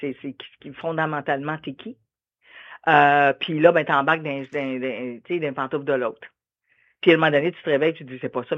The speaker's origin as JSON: {"language": "French", "town": "Sainte-Dorothée", "region": "Quebec", "country": "Canada", "tie": "born there", "also_born_or_lived": "Ottawa", "said": "moi, je suis née à Sainte-Dorothée."}